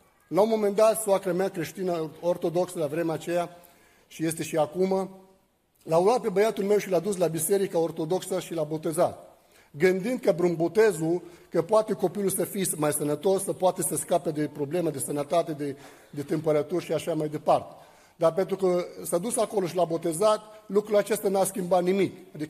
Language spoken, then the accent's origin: Romanian; Lebanon; moved away as an adult; now in Bucharest, Romania; sunt din Liban, m-am născut dintr-o familie de musulmani și aiți.